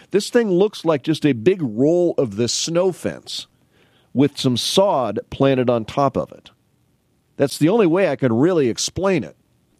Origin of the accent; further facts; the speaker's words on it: Canton, United States; I remember growing up in Canton along Ash Street